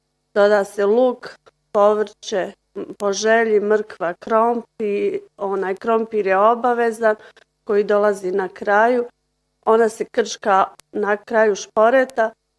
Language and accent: Bosnian; Medakovo, Bosnia & Herzegovina; dolazim iz Medakova